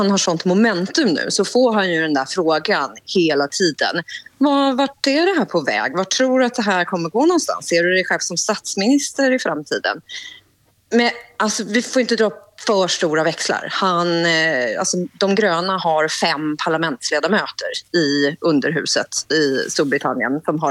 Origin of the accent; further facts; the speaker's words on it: Sweden; now in London, United Kingdom; jag får inte rösta till parlamentet som svensk medborgare.